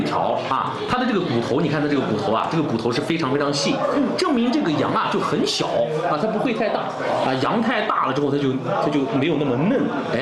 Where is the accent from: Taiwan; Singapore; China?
China; Qinghai; 我们青海人还吃的时候啊，喜欢用这个吃生蒜